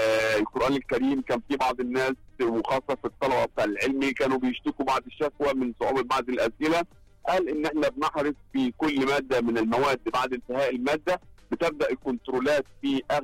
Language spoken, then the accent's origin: Arabic; Egypt